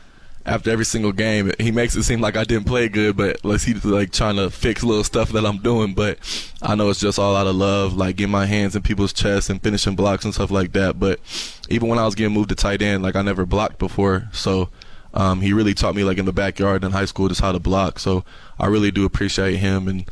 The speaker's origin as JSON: {"language": "English", "town": "Milan", "region": "Michigan", "country": "United States", "tie": "born or raised there", "said": "I'm from Milan, Michigan, right by Ypsilanti. But so I say Ypsilanti, but I went to Milan High School."}